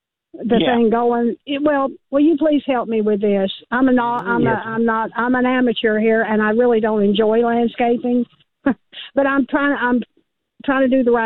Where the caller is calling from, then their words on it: Mount Sterling, Kentucky, United States; I'm calling from Mount Sterling, Kentucky, with a question about replacing some arborvitae.